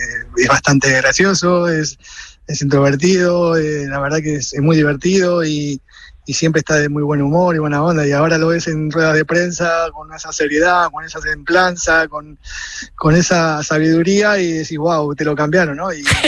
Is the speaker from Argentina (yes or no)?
yes; Argentina; como argentinos, a nosotros nos ilusiona muchísimo.